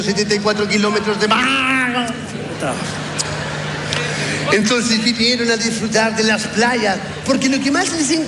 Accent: Chile; somos chilenos, aquí se habla, weón, como en Chile

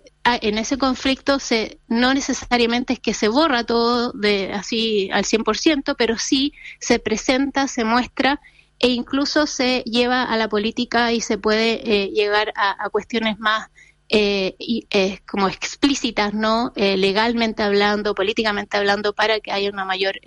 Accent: Chile

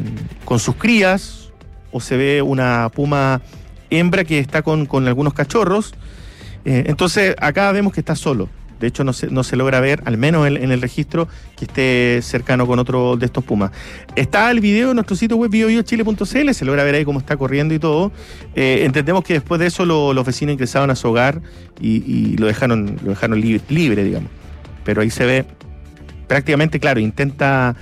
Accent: Magallanes and Chilean Antarctica, Chile; moved away; yo vengo de la región de Magallanes

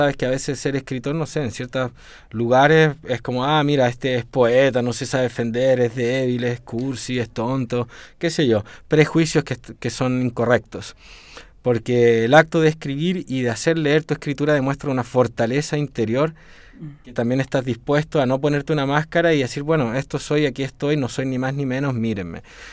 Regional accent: Chile; moved away as an adult; now in Europe; yo cuando digo soy chileno

